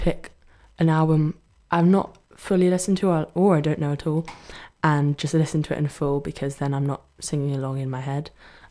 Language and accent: English; Brighton, South East England, United Kingdom; accent: Brighton; I'm from Brighton